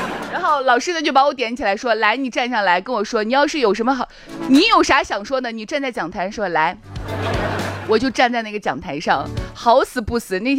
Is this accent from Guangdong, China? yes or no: no; Shaanxi, China; 我们陕西人说话一般啊都只说反话